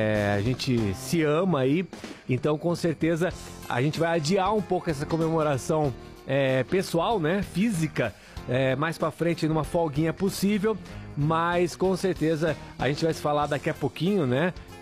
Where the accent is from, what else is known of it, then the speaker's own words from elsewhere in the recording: Araras, São Paulo, Brazil; É, Renatão, então, hoje, assim, ela mora na minha cidade, né, no interior de São Paulo, né? É, eu sou de Araras, ela também nasceu e mora lá em Araras com o avô, né, com a mãe.